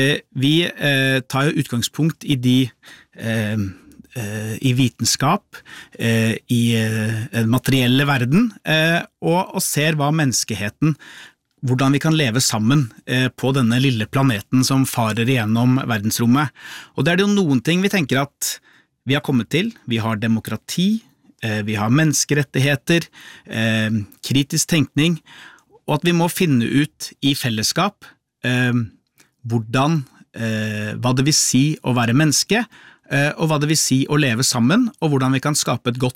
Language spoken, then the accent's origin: Norwegian; Lier, Buskerud, Norway; i hvert fall der jeg vokste opp i Lier.